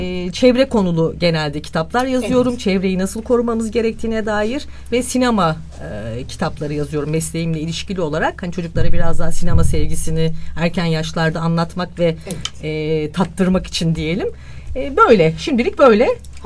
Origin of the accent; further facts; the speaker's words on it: Sivas, Turkey; moved away as an adult; film eleştirmeniyim aslında. Ve Sivaslıyım.